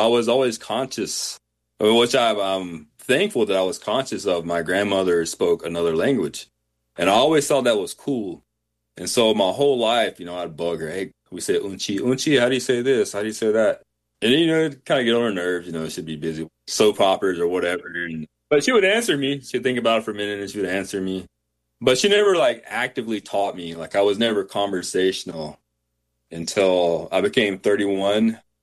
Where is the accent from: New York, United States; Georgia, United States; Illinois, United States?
Georgia, United States; born there; now in Minnesota, United States; I was born in Georgia, so I've always been a huge Georgia Bulldog fan.